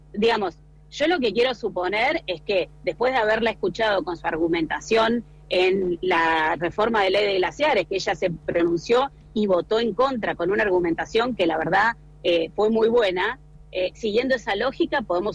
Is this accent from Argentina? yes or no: yes; Chubut, Argentina; Nosotros que somos de la Patagonia y ahí en Chubut sabemos lo que significan los incendios forestales